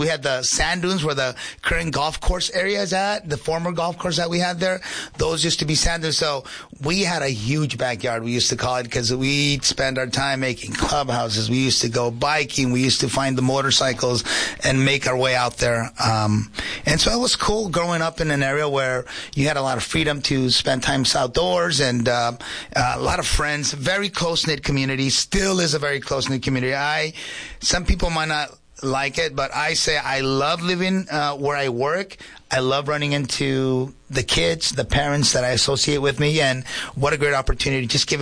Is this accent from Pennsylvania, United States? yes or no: no; Somerton, Arizona, United States; also born or lived in Yuma, Arizona / San Luis, Mexico; Well, I was raised in Somerton. I was born in Yuma, lived in San Luis, Mexico for 5 years, and then my family moved to Somerton, where that's been home for us since then. So like 1980, went through the education system in Somerton